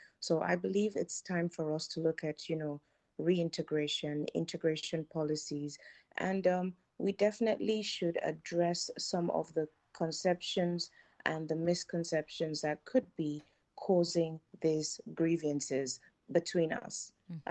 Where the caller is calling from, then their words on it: Nigeria; we're sending love from Nigeria, and hopefully everything will be okay.